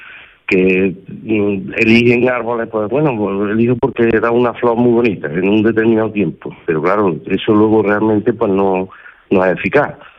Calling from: Córdoba, Andalusia, Spain

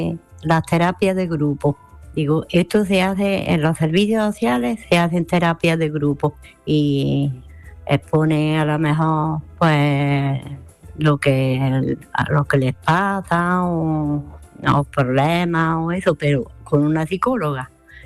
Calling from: Granada, Andalusia, Spain; Hola, Manolo … de Granada.

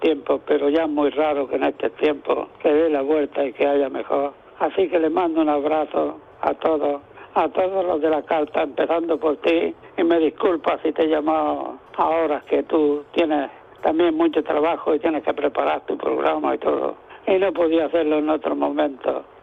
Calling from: Almuñécar, Andalusia, Spain; de Almuñécar

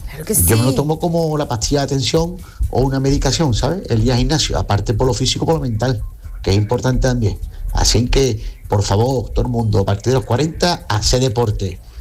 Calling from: Cádiz, Andalusia, Spain; Hola, Yuyu y compañía … de Cádiz.

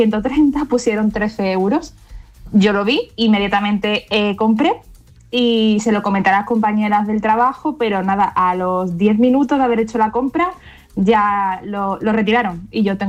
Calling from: Seville, Andalusia, Spain; de Sevilla

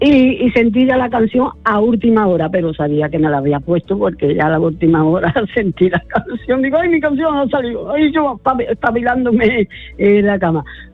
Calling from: Córdoba, Andalusia, Spain; de Córdoba.

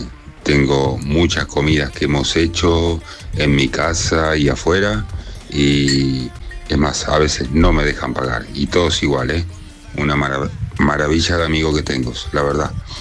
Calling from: Alhaurín el Grande, Andalusia, Spain; de Alaurín el Grande.

